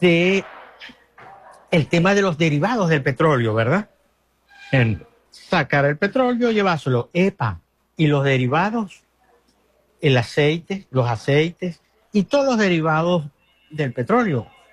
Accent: Venezuela; como periodista y como venezolano

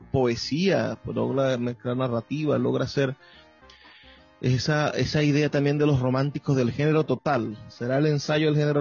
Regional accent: Venezuela; su ensayística logró definir la idea de lo que somos como venezolanos y entender nuestra relación con el mundo

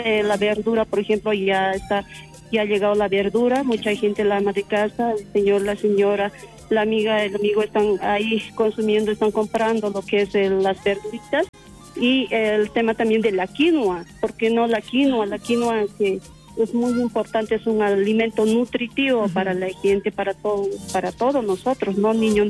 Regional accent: Bolivia

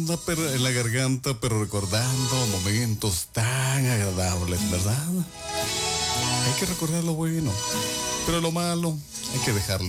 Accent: Guatemala; Así somos los guatemaltecos.

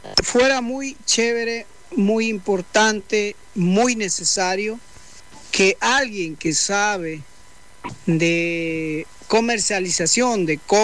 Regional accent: Santo Domingo, Santo Domingo de los Tsáchilas, Ecuador; casi la mayoría de los que estamos aquí en Amazonía somos migrantes, unos de Loja, de Manabí, de Esmeraldas, yo en mi caso de Santo Domingo.

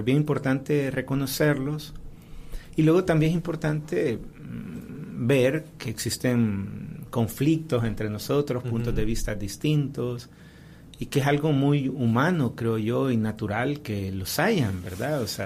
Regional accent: El Salvador

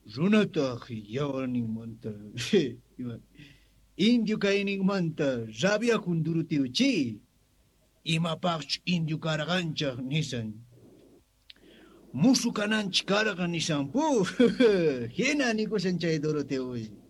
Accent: Bolivia; Esto es también de nosotros, nuestras tierras. También somos bolivianos.

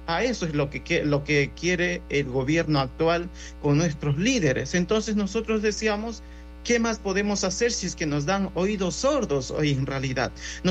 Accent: Orellana, Ecuador; Bueno, en sí yo vengo de la provincia de Orellana, perteneciente a la parroquia de Ayuma de la comunidad Shuarzaquim.

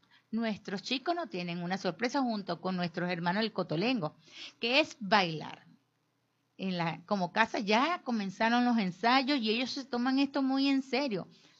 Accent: Barquisimeto, Lara, Venezuela; salimos desde Lonín por las principales calles de Barquisimeto, haciendo ruido con ellos, con música, lanzando caramelo. También necesitamos caramelo para lanzar. Necesitamos carro, necesitamos gente, pitos, todo, para decir, hey, existimos, aquí estamos, somos barquisimetanos.

